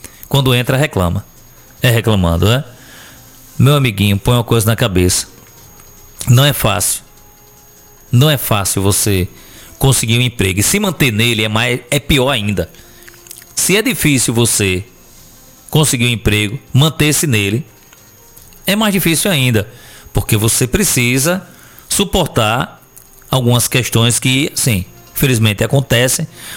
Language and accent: Portuguese; Penedo, Alagoas, Brazil; Eu lembro que quando eu era criança, morava no Raimundinho, anos 80, acho que ali era 84, só tinha um local aqui em Penedo que vendia botijão de gás.